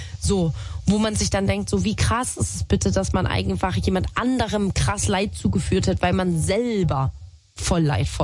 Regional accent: Saxony, Germany; accent: Saxon; ich komme aus Sachsen, Und ich kann richtig gut sechseln. Also das ist wirklich, also ich bin so richtig krass so auch aufgewachsen.

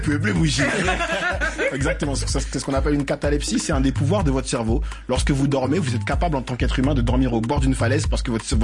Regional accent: Garges-lès-Gonesse, Île-de-France, France; Et moi, j'ai grandi à Garges-lès-Gonesse.

